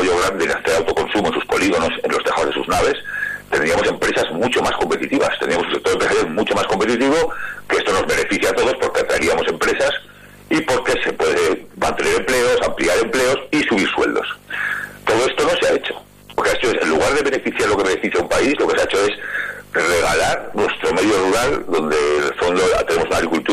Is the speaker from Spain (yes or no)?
yes; Aragon, Spain; yo, por ejemplo, soy aragonés